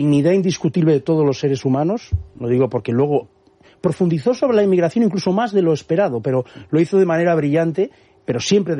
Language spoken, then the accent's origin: Spanish; Catalonia, Spain; yo soy catalán, a mucha honra